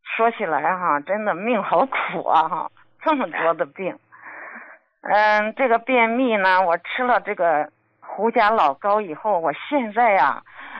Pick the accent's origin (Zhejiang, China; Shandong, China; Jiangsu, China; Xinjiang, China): Shandong, China; 我母亲就是高血压，我们山东人啊，可能都爱吃咸，口重哈。